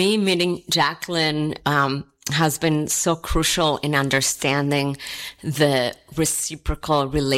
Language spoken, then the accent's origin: English; Colombia; moved away; I am originally from Colombia. My grandparents are Jewish. I'm a settler immigrant to these lands.